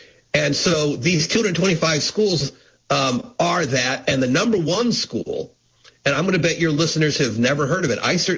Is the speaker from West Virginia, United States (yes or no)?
no; Missouri, United States; in my home state of Missouri.